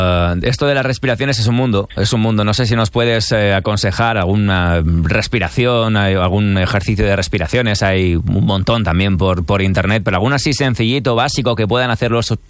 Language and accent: Spanish; Navarre, Spain; en mi tierra, en nuestra tierra, en Navarra